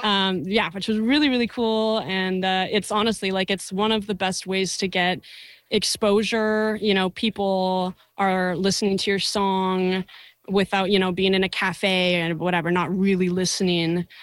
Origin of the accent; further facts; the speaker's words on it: Salt Spring Island, British Columbia, Canada; I'm from Salt Spring and I'm just, you know, hippie at heart.